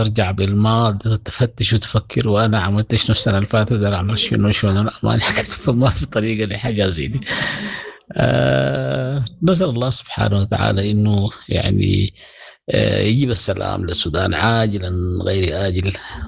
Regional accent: Sudan; now in Kigali, Rwanda; النظام طبعا مختلف عندنا في السودان، احنا هناك الشغل مجهودات فردية والناس بتضبح براها وفي البيوت وكده، هنا الحاجة دي تكاد تكون او هي ممنوعة تماما

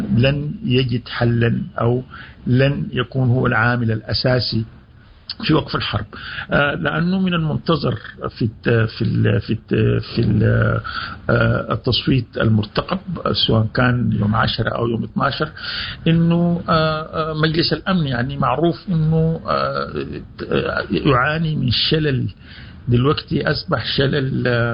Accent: Sudan; نحن كسودانيين

